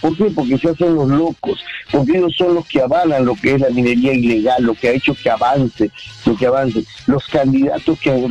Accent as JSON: {"language": "Spanish", "town": "Chimbote", "region": "Ancash", "country": "Peru", "said": "Yo soy chimbotano, vivo en Chimbote"}